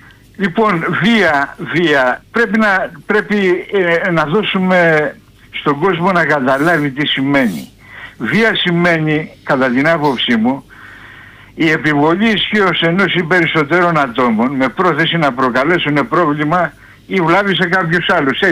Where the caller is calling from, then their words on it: Platamonas, Central Macedonia, Greece; από την Πλαταμόνα.